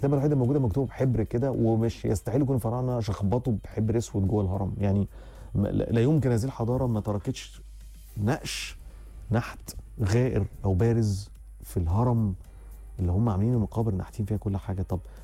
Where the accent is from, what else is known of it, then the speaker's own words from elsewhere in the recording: Egypt; احنا كمصريين احنا اقدم بكتير من هذا العمر.